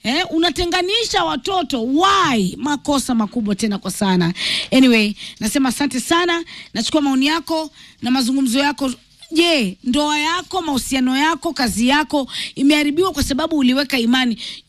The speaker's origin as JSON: {"language": "Swahili", "region": "Rift Valley", "country": "Kenya", "said": "Hata mimi ni mukale … hata mimi natoka Rift Valley."}